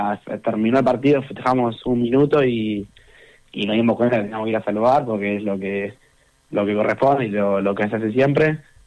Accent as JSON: {"language": "Spanish", "country": "Argentina", "said": "es lo que le transmiten de chico en Argentina. Por lo general, para mí nos caracterizamos por ser un poco vivos, un poco pícaros adentro de la cancha"}